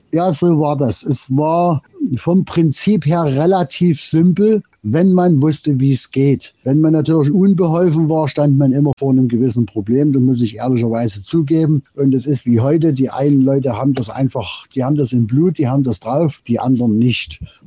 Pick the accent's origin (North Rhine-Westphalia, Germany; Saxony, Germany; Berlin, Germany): Saxony, Germany; Freiberg; Dort habe ich, wie bei uns in Freiberg, weiß ich noch, wie heute das erste Mal